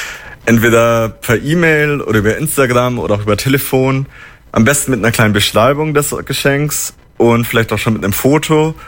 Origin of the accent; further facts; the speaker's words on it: Bavaria, Germany; now in Berlin, Germany; Ich bin selber ursprünglich Allgäuer